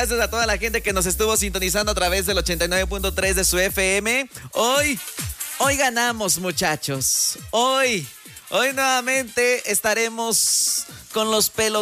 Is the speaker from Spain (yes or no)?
no; Mexico; somos mexicanos.